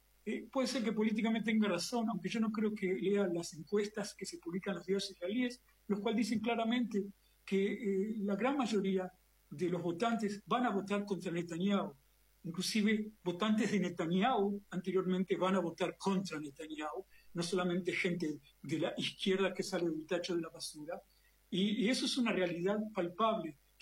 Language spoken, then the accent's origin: Spanish; Argentina; moved away; yo soy argentino de origen